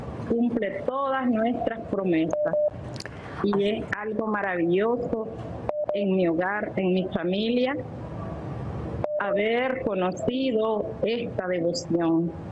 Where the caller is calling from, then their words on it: Matagalpa, Nicaragua; Soy de Matagalpa.